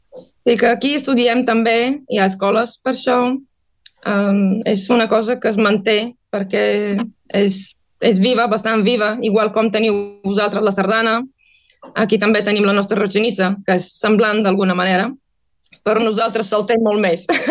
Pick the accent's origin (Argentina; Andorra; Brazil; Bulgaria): Bulgaria; Sofia, Sofia City; Catalan is a second language; moved away; also born or lived in Tarragona; I perquè jo sóc de Sofia, que es fa, està, no està massa prop del mar. El mar és com anar de vacances a l'estiu.